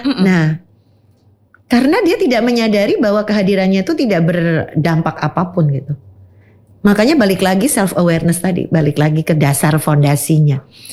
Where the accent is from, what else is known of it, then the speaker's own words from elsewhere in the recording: Semarang, Central Java, Indonesia; Dan dipercayakan pada saya orang Semarang gitu loh.